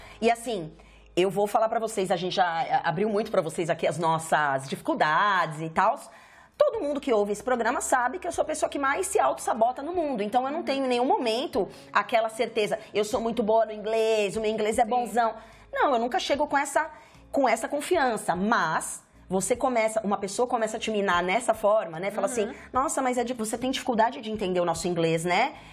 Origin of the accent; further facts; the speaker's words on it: Brazil; moved away as an adult; now in Canada; eu no Brasil